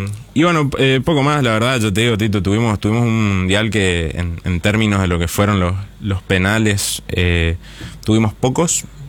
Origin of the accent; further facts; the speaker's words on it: Argentina; como Argentina sufrimos un poco esta campaña de desprestigio